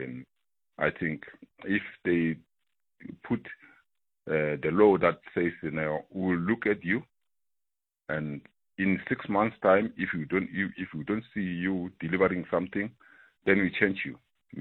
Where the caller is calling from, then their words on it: Pretoria, Gauteng, South Africa; from Olifantsbos in Pretoria.